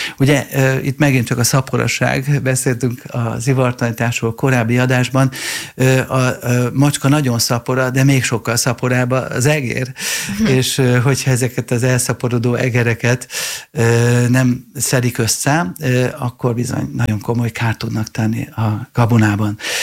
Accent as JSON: {"language": "Hungarian", "region": "Budapest", "country": "Hungary", "tie": "born or raised there", "said": "pont itt Zuglóban emlékszem, hogy 15-20 éve én zuglói gyerek vagyok."}